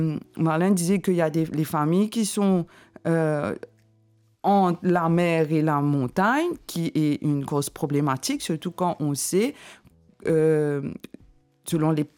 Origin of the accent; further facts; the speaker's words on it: Mauritius; en tant que Mauricien